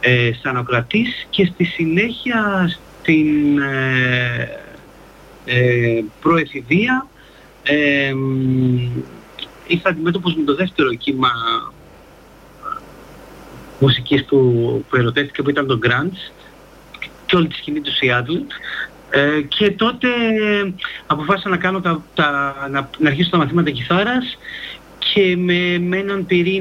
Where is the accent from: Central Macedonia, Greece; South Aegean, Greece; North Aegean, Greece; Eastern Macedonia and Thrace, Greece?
Central Macedonia, Greece; Giannitsa; moved away as an adult; also born or lived in Thessaloniki; εγώ η καταγωγή μου είναι από τα Γενιτσά, είναι μια πόλη στο νομό Πέλλας, έξω από τη Θεσσαλονίκη